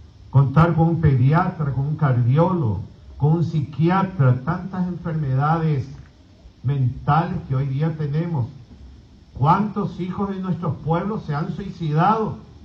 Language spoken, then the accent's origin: Spanish; Alto Paraguay, Paraguay; Nosotros somos paraguayos.